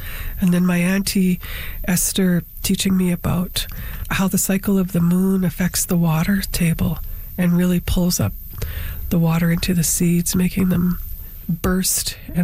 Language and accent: English; Swan Lake First Nation, Manitoba, Canada; I'm from Swan Lake First Nation, Gapshkikamak, with relations in Long Plain, too.